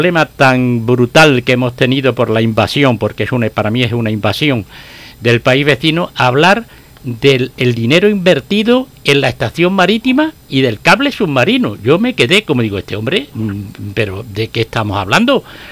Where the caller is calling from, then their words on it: Ceuta, Spain; yo sentí vergüenza ajena como caballa y como español.